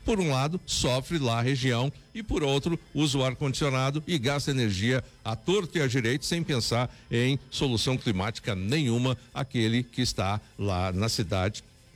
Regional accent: São Jerônimo, Rio Grande do Sul, Brazil; born there; na região carbonífera, cidade onde nasci, São Jerônimo

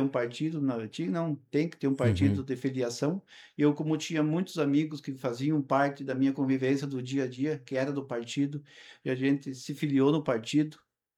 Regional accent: Rodeio Bonito, Rio Grande do Sul, Brazil; now in Santa Bárbara do Sul, Brazil; Eu sou natural de Rodeio Bonito. Cheguei aqui em Santa Bárbara em 98.

